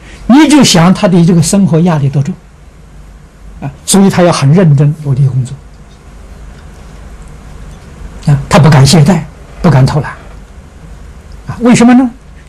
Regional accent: China; now in United States; 我们中国人从来没讲营养啊！

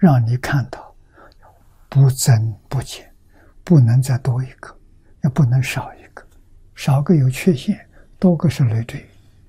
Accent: China; 心得是我们中国人所说的止于至善。

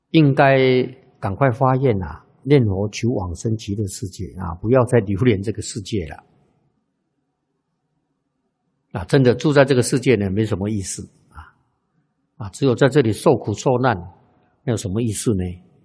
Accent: China; 外国人讲磁场，啊，我们中国人讲气氛，这个气氛很不好，氛围很不好。

